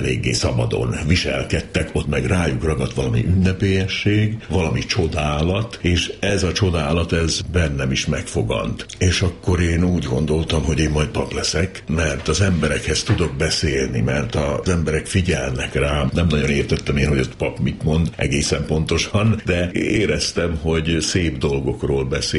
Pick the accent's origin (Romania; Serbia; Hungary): Serbia; Kavilló, Vojvodina; born there; also born or lived in Tornyos; now in Subotica, Serbia; Tornyoson születtem